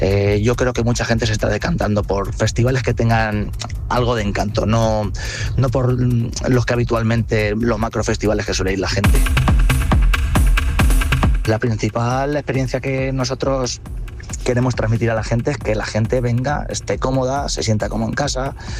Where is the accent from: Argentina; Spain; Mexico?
Spain; Villalgordo del Júcar, Castilla-La Mancha; yo soy natural de Villalgordo.